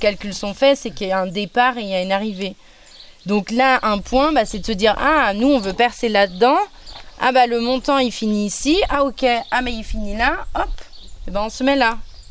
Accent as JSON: {"language": "French", "town": "Angers", "region": "Pays de la Loire", "country": "France", "tie": "born there"}